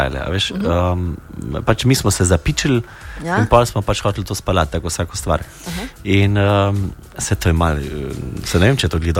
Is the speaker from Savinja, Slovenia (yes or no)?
yes; Dobrna, Savinja, Slovenia; born there; moved away as an adult; also born or lived in Celje; now in Ljubljana, Slovenia; Sicer sem prihajam iz Dobrne, tam, kjer je zdravilišče. Zdaj pa živimo 3 leta v Ljubljani.